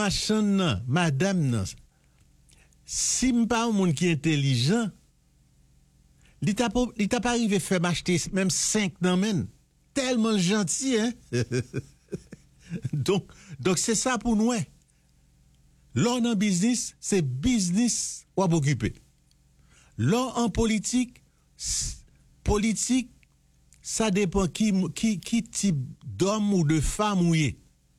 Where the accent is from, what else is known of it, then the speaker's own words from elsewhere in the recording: Haiti; Nous gagnons en tant qu'haïtien, en tant que natif natal.